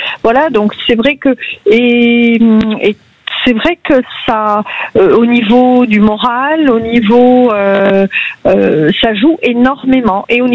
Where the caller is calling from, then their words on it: Beauville, Nouvelle-Aquitaine, France; À côté d'Agen, plus précisément, moi je vis à Beauville